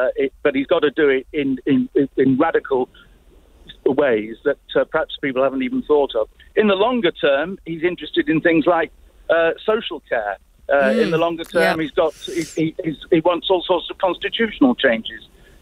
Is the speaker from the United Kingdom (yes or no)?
yes; Manchester, North West England, United Kingdom; I'm speaking as a Mancunian.